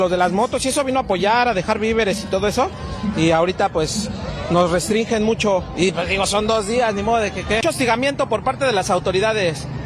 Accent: Iguala, Guerrero, Mexico; Es una experiencia muy bonita, somos aficionados, somos de Iguala Guerrero, tenemos el club Iguanos Biker.

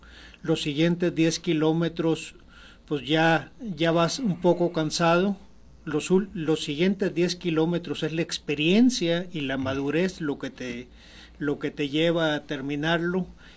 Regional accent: Sonora, Mexico; somos 4 sonorenses los que tenemos esta medalla.

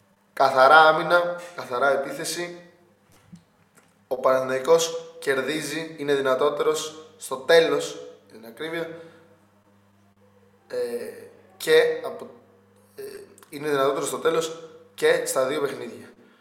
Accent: Peloponnese, Greece; στα μέρη μας, στη Λακωνική Γη

